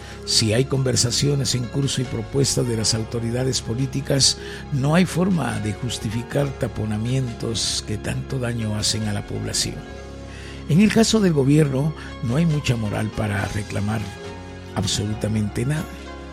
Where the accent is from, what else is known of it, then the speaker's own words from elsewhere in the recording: Guatemala; hay que recordar de que somos guatemaltecos, de que somos un país pobre